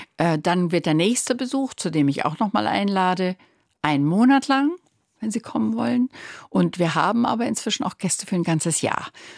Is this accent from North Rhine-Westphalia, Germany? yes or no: yes; North Rhine-Westphalia, Germany; Und ich komme ja aus dem Ruhrgebiet, wo Minen auch eine allgegenwärtige Sache waren.